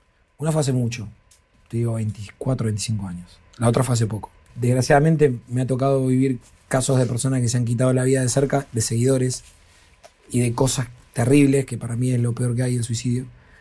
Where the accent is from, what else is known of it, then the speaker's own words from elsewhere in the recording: La Plata, Buenos Aires Province, Argentina; also born or lived in Tolosa; Porque yo vengo de ahí. Yo no nací en Recoleta. Yo nací en el barrio 19 de febrero de Villa Elvira. En realidad me crié ahí. Nací en Tolosa, en otro barrio en Rinquelé, picante.